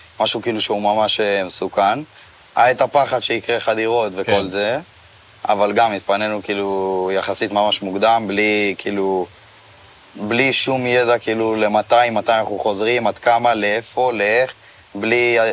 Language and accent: Hebrew; Kiryat Shmona, Northern District, Israel; גם ככה היינו תמיד כאילו איזה עיר קטנה כזאת שאין בה יותר מדי